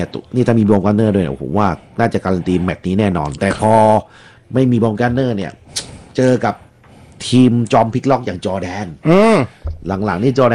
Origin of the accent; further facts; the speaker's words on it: Southern Thailand, Thailand; คนใต้ครับ